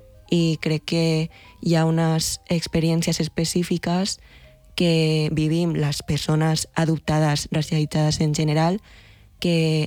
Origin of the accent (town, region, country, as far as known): Catalonia, Spain; also born or lived in China